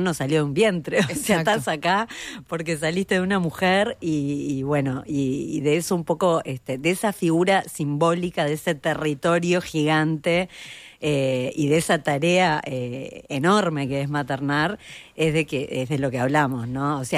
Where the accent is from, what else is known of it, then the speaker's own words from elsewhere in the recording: Uruguay; soy una actriz uruguaya